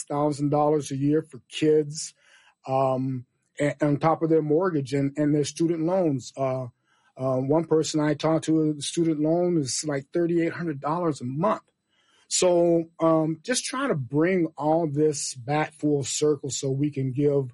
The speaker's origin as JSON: {"language": "English", "town": "Little Rock", "region": "Arkansas", "country": "United States", "tie": "born or raised there", "also_born_or_lived": "Rochester, Minnesota", "moved": "as an adult", "lives_now": "Minnesota, United States", "said": "Oh, I grew up down in Little Rock, Arkansas. Yes. And I moved up to Minnesota after I graduated from college"}